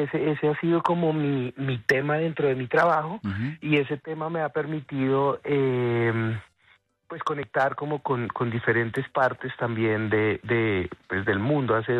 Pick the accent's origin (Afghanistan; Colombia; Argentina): Colombia; Guaviare; yo vengo del Guaviare, nosotros como que vivimos todos estos temas de la violencia del Guaviare en el 99